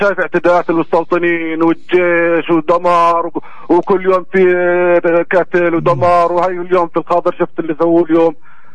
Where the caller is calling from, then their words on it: Palestine; احنا كشعب فلسطيني احنا كموظفين فلسطينيين